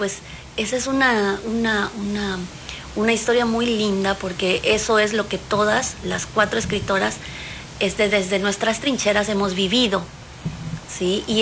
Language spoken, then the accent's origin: Spanish; Paraguay; Entonces, bueno, yo como paraguaya, yo … Es en guaraní, es el idioma de mi país.